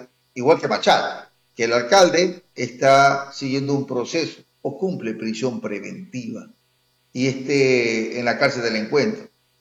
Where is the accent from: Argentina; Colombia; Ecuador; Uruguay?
Ecuador; Guayaquil, Guayas; como guayaquileño, como guayacense